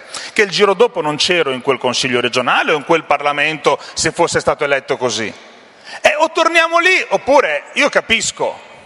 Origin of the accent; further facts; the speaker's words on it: Modena, Emilia-Romagna, Italy; quando sono cresciuto io a Modena